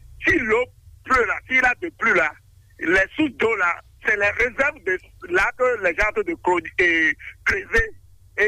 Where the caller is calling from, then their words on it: Togba, Atlantique, Benin; Je vous appelle de Togba.